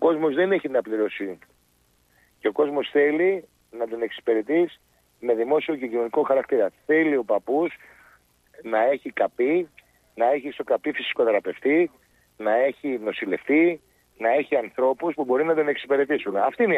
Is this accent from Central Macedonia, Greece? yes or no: no; Piraeus, Attica, Greece; Εγώ, επειδή είμαι από τον Πειραιά και είμαι νοικιώτης